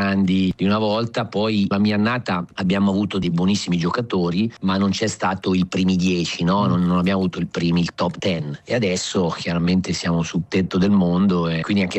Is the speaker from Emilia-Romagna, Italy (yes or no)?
no; Monza, Lombardy, Italy; moved away as an adult; also born or lived in Vico Equense / Martina Franca; sono poi cresciuto sì a Monza con maestri Gambacurta e Galmozzi fino ai 20 anni.